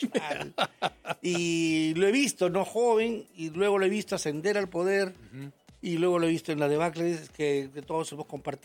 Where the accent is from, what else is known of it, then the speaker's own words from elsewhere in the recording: Lima, Peru; moved away; Soy de Barros Altos. Nací en Barros Altos, sí. Hace muchos años me sacaron de ahí.